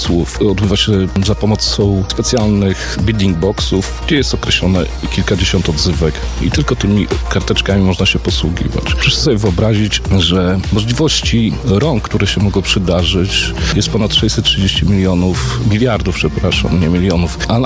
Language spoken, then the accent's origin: Polish; Włodawa, Lublin Voivodeship, Poland; Ja sam pochodzę z Włodawy.